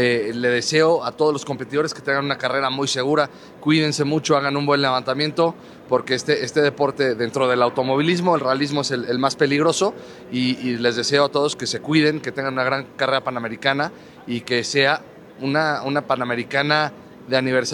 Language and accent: Spanish; Mexico; siempre como mexicano quieres que sea lo mejor para tu país